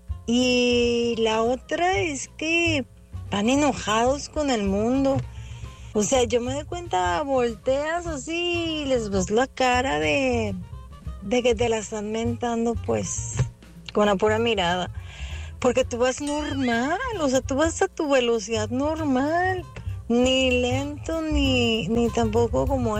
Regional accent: Guadalajara, Jalisco, Mexico; now in Mexicali, Mexico; así es mi Mexicali querido, y aún así estoy aquí, soy de Guadalajara, pero me encanta Mexicali.

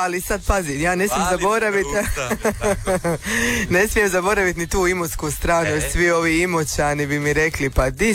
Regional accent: Osijek, Osijek-Baranja County, Croatia; Ja sam vam Osječanka

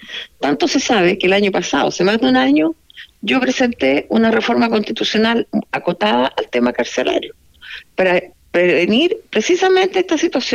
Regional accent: Chile; lo que nosotros, como chilenos, esperamos

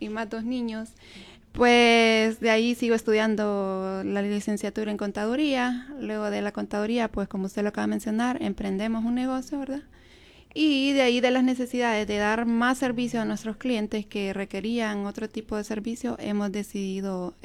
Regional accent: Tegucigalpa, Francisco Morazán, Honduras; soy de Tegucigalpa, ¿verdad? Nazco aquí en Honduras, Tegucigalpa. Desde pequeña tuve muchas dificultades, ¿verdad? Crecí con una madre soltera, con 4 hijos.

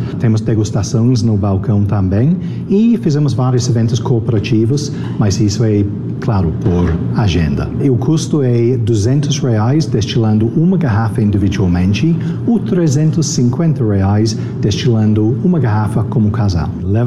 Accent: England, United Kingdom; Portuguese is a second language; now in Brazil; Eu sou inglês, e claro, todos os ingleses são apaixonados para gin, e gin sempre foi meu destilado favorito. Então, em 2019, eu decidi, eu vou começar a fazer gin aqui no Brasil.

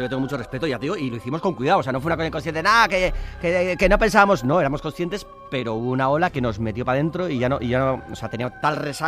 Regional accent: San Sebastián, Basque Country, Spain

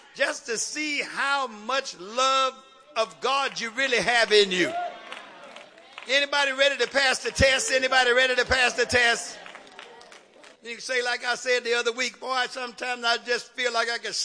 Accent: Oakland, California, United States; I'm from West Oakland.

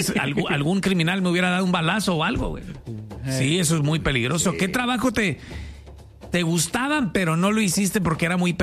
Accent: Michoacán, Mexico; moved away; yo soy de Michoacán

